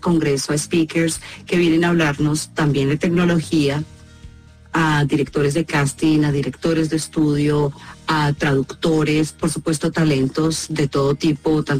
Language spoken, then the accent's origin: Spanish; Colombia; para mí es un orgullo como colombiana